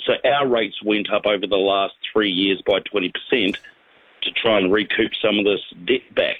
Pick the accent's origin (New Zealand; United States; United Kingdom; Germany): New Zealand; Christchurch, Canterbury; moved away as an adult; now in Central Coast, Australia; I am a one-eyed Cantabrian.